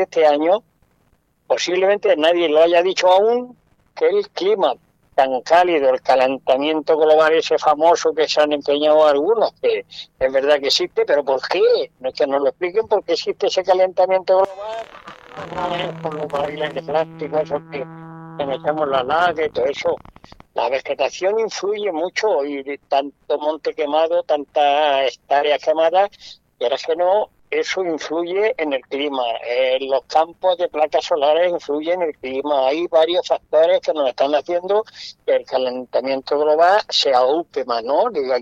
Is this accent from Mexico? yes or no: no; Spain; nosotros los vecinos que somos, los murcianos, los de Almería, toda esta zona